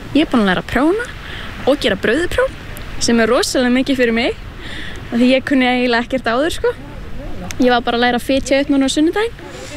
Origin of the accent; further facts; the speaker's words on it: Húsavík, Northeastern Region, Iceland; ég 19 ára og kem frá Húsavík.